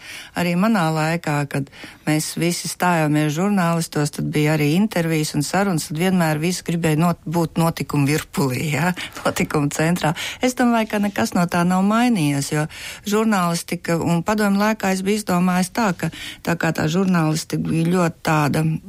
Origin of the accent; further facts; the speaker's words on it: Kuldīga, Kuldīga Municipality, Latvia; es esmu dzimusi augus Kuldīgā un arī ir tās saiknes saglabājušos